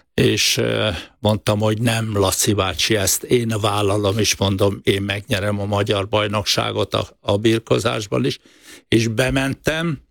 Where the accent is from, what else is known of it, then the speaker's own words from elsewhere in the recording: Szombathely, Vas, Hungary; also born or lived in Sárvár; Én vasmegyei vagyok, majdnem 80 éve születtem Sárváron, és 9 éves koromtól Szombathelyen éltem 18 éves koromig.